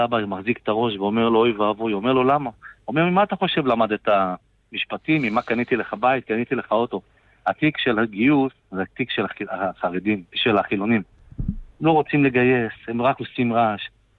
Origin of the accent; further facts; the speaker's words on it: Tel Aviv, Tel Aviv District, Israel; אני תל אביבי שמתעסק גם בענף המסעדות